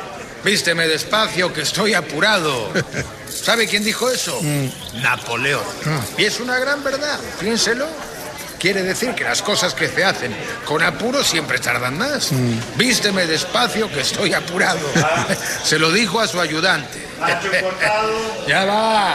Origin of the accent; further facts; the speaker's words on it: Spain; moved away; Y ya ve, por eso, si Dios me da salud, el año que viene me vuelvo a España. Hace 40 años que no veo a mi pueblo. Tengo 2 hermanos que no conozco y mi madre que tiene 80 años.